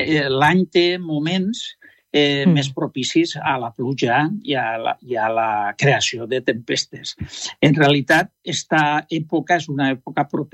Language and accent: Catalan; Gandia, Valencian Community, Spain; Jo sóc de Beniopo